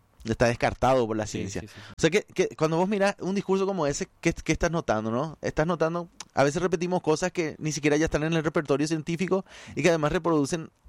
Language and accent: Spanish; Paraguay